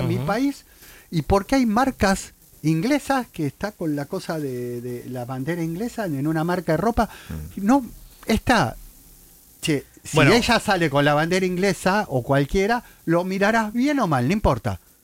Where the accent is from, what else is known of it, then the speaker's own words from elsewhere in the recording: Argentina; somos reacios los argentinos.